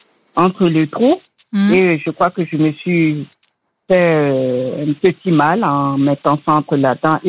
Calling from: Orléans, Centre-Val de Loire, France; Je suis orléanaise, je vous appelle actuellement de Lourdes

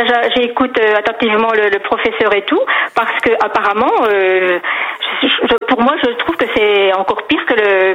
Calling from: Bourgogne-Franche-Comté, France; moi, je vous appelle du territoire de Belfort.

